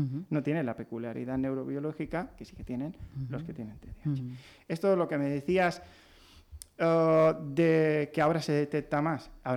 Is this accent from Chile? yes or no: no; Inca, Balearic Islands, Spain; yo soy de Inca, ¿vale? Entonces, yo vivía lo que llamábamos los pisos de chocolate, que es una barriada que está ya a las afueras de Inca